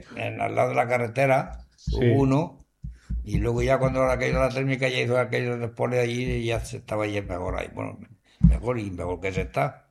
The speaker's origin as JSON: {"language": "Spanish", "town": "Cubelles", "region": "Catalonia", "country": "Spain", "said": "Yo soy de Cubella, yo cubellense."}